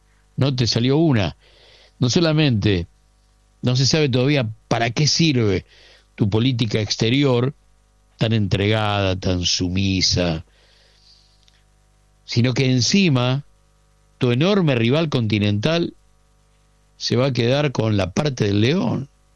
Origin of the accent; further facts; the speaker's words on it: Argentina; Digo porque somos Argentina.